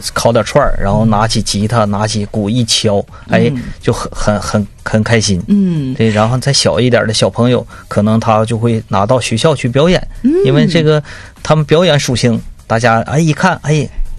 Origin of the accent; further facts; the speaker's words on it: Northeast China, China; accent: Northeastern (Dongbei) dialect; 像我们东北话